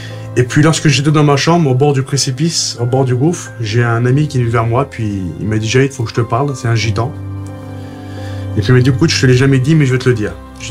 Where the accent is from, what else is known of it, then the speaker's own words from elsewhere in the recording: Algeria; parce que je suis algérien, donc j'étais musulman.